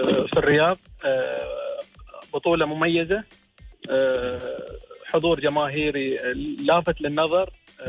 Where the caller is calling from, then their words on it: United Arab Emirates; إحنا كجماهير إماراتية